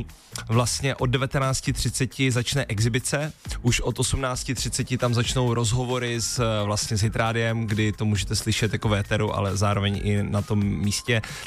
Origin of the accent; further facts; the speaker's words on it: Brno, South Moravian Region, Czechia; a já budu nejvíc rád, když přijdete a oslavíme to všichni spolu v mým rodném městě v Brně.